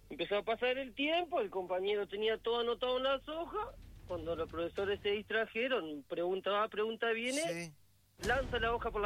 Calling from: Minas, Lavalleja, Uruguay; acá de Minas.

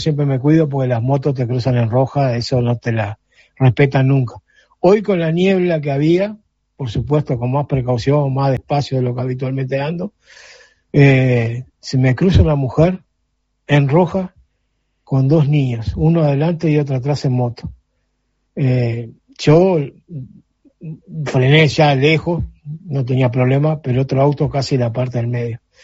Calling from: Montevideo, Uruguay; de Carrasco Norte

